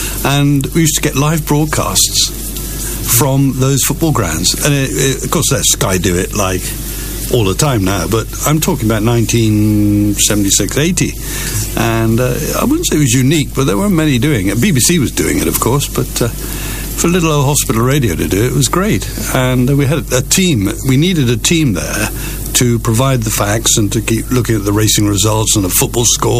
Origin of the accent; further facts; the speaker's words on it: Ross-on-Wye, West Midlands, United Kingdom; it might have been Ross-on-Wye, I don't know, because that was my hometown